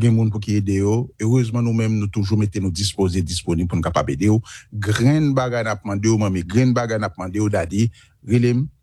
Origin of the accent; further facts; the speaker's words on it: Haiti; moved away; je suis d'Haïti